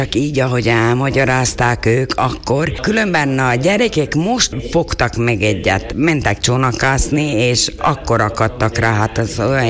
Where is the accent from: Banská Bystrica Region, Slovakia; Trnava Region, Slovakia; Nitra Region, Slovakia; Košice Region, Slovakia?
Trnava Region, Slovakia; Gabčíkovo; moved away; Én különben Bősről származom